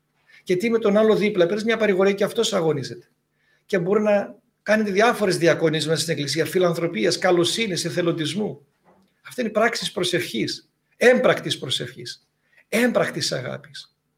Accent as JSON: {"language": "Greek", "town": "Thessaloniki", "region": "Central Macedonia", "country": "Greece", "said": "Και θα τελειώσουμε, παππούλη μου, αφού είμαστε και από τη Θεσσαλονίκη, με ένα μικρό κειμενάκι του σοφού, του μακαριστού Νίκου Πεντζίκη."}